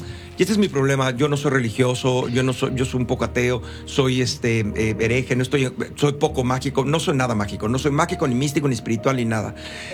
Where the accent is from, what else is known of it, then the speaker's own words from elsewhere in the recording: Mexico; O sea, que en mi país, en México, ahorita, estamos en una crisis tremenda.